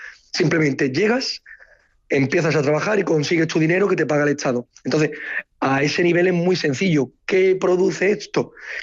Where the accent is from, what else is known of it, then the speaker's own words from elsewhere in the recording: Cádiz, Andalusia, Spain; moved away as an adult; also born or lived in Sevilla; aunque soy realmente de Cádiz, hago mis estudios en Sevilla, y yo decido emigrar.